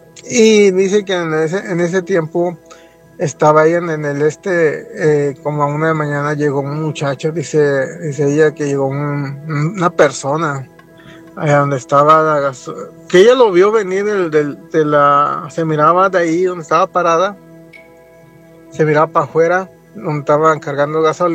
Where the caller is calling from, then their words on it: Las Vegas, Nevada, United States; Hola Gina, Nacho, soy yo … de Las Vegas de nuevo.